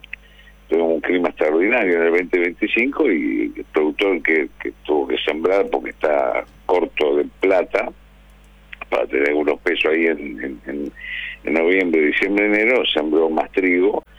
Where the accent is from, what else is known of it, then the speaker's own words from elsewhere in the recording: Santa Fe, Argentina; now in Rosario, Argentina; Tengo asiento en Rosario y en J. de Molina, que es mi pueblo, en el taco de la bota de la provincia de Santa Fe.